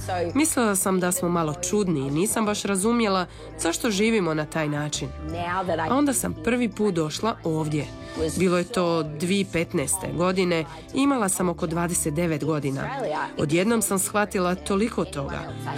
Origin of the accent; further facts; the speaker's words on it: Perth, Western Australia, Australia; now in Podgora, Croatia; Rođena sam u Perthu u zapadnoj Australiji. Tamo sam rođena i odrasla.